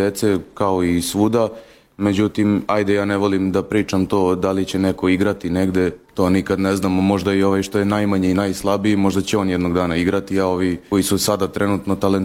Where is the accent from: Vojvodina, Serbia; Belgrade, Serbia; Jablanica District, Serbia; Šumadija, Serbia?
Belgrade, Serbia; iz Beograda sam.